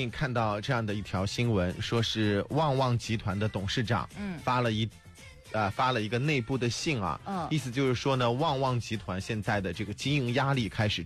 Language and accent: Chinese; China; 我们中国人现在好像已经进入到了一个全民祛湿、全民防晒、全面控糖的一个阶段了。